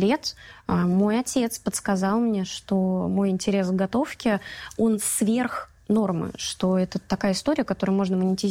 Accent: Saransk, Mordovia, Russia; Это мой дедушка Валерий Николаевич, вот такие вот у меня праздники всегда собирал в Саранске, в городе.

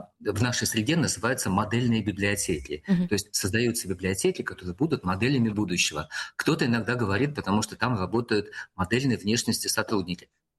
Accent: Moscow, Russia; Ну, видно, что вот мы люди приезжие». Мы говорим: «Вы знаете, мы из Москвы, будем создавать у вас современную библиотеку».

